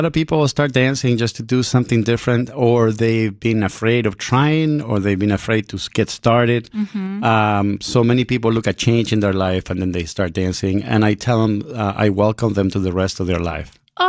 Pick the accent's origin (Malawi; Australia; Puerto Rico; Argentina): Puerto Rico; also born or lived in Chile; now in Chicago, United States; I was born in Puerto Rico and my family is from Chile.